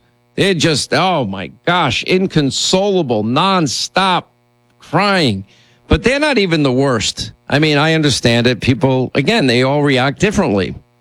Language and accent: English; Ireland; Because I'm Irish.